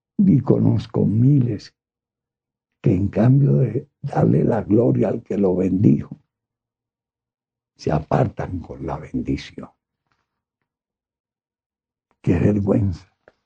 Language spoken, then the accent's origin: Spanish; Colombia; se nos está incendiando el país.